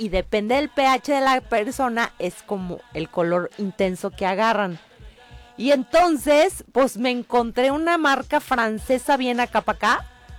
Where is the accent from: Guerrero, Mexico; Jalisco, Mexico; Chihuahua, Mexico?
Jalisco, Mexico; Ciudad Guzmán; moved away; Yo me crié en Ciudad Guzmán, que está a una hora de Colima.